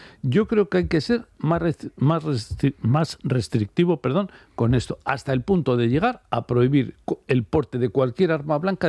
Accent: Basque Country, Spain; ya somos mayorcitos los vascos

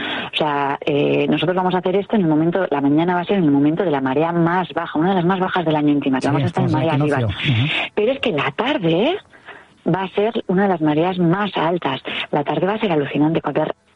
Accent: Deba, Basque Country, Spain; now in Orio, Spain; Yo personalmente ahora llevo muchos años viviendo en Orio, pero soy de Deva

